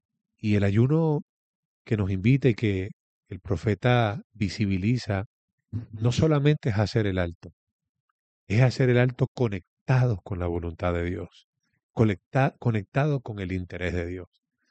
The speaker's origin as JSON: {"language": "Spanish", "town": "Puerto La Cruz", "region": "Anzoátegui", "country": "Venezuela", "tie": "born there", "said": "Nací biológicamente en Puerto La Cruz y nací de nuevo en Valle de la Pascua."}